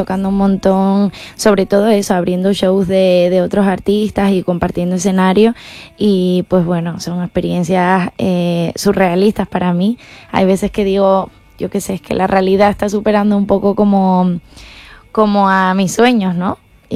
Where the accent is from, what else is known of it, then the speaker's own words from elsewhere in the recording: La Palma, Canary Islands, Spain; cuando abrí el concierto de … que fue en mi pueblo, el camerino estaba en el colegio en el que yo había crecido.